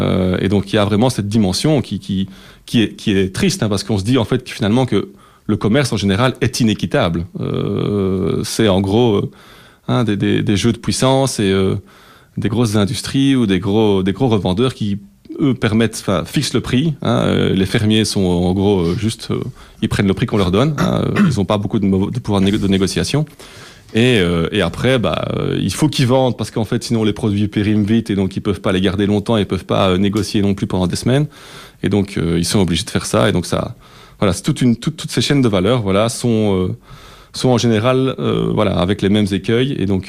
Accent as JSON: {"language": "French", "country": "Belgium"}